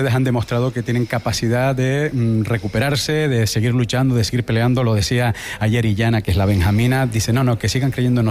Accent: Canary Islands, Spain; 5 menos 10 en Canarias, en mi tierra.

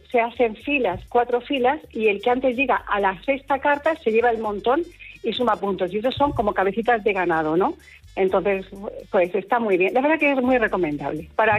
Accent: Region of Murcia, Spain; now in Belfast, United Kingdom; Yo soy murciana.

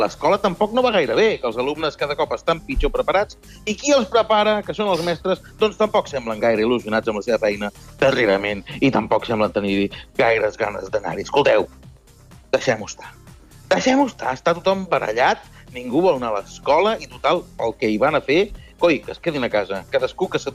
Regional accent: Sabadell, Catalonia, Spain; Jo sóc de Sabadell

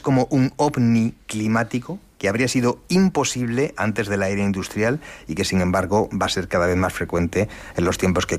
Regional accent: Jaén, Andalusia, Spain; Yo vengo de Jaén y tampoco estoy acostumbrado para este calor.

